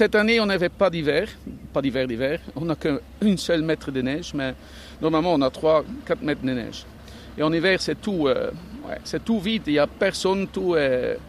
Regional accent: Belgium; moved away as an adult; now in Eidfjord, Norway; Je suis belge et je viens d'arriver ici en Norvège en 2013. Et j'habite à Eidfjord depuis 2015.

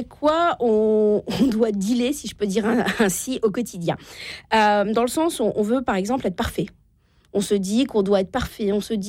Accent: Normandy, France

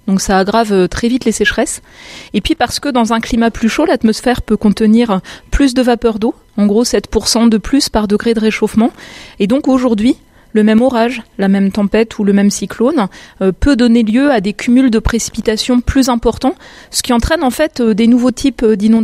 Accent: Grand Est, France; Mon expérience personnelle, j'ai grandi en Lorraine. Je passais mes vacances d'été en Bretagne, des vacances d'été qui avaient été marquées par des marées noires.

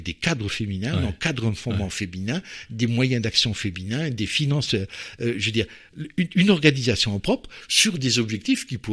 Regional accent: Homécourt, Grand Est, France; je suis originaire d'Oboué.

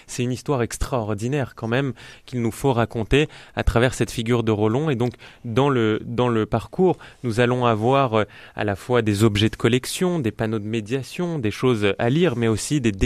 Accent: Paris, Île-de-France, France; moi je suis parisien, personne n'est parfait

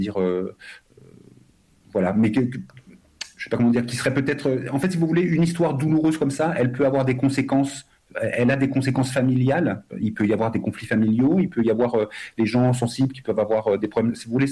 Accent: France; je suis né de parents étrangers, je suis ici, je suis français

